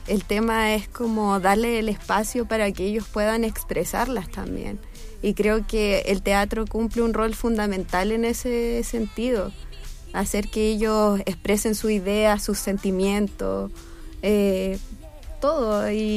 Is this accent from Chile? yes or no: yes; Calama, Antofagasta, Chile; moved away as an adult; also born or lived in Santiago; La vida afortunadamente nos juntó de nuevo en nuestra ciudad de origen.